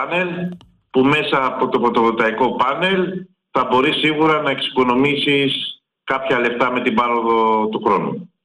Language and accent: Greek; Central Greece, Greece; now in Chalkida, Greece; Εγώ είμαι κοντά, είμαι από τη Βόρειο Εύβοια, καταγωγή μου και εμένα. Από το Εσμήνιο, Δήμο Εστίας Ερυψού.